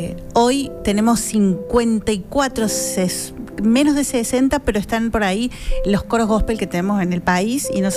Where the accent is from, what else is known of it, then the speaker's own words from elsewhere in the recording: Río Ceballos, Córdoba, Argentina; Y soy de Río Ceballos, corazón de la sierra, chica.